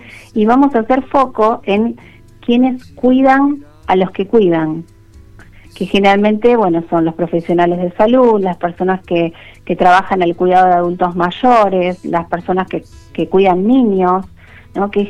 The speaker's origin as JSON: {"language": "Spanish", "town": "San Jorge", "region": "Santa Fe", "country": "Argentina", "said": "Yo soy de San Jorge, estoy a 200 kilómetros de donde están ustedes"}